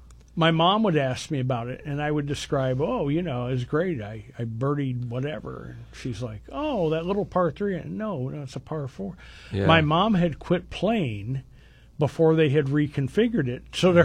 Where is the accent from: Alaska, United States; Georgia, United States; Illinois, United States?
Illinois, United States; Springfield; You and I grew up in the Bunn Park neighborhood.